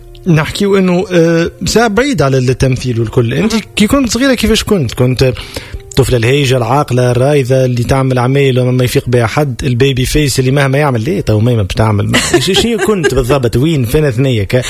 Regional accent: Tunisia; احنا في تونس

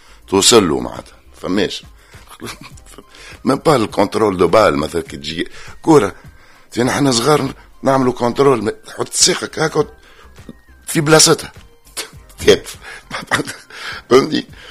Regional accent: Tunis, Tunis Governorate, Tunisia; also born or lived in Béja; انا من مواليد 1957، حليت عينيا في تونس، اما تولدت في باجا، معناتها امي مشات ولدتني غادي ورجعت

